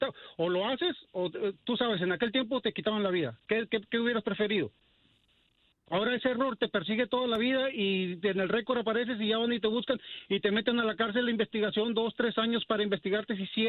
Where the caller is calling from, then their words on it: Mexico; yo soy mexicano, pero mi esposa es del Salvador.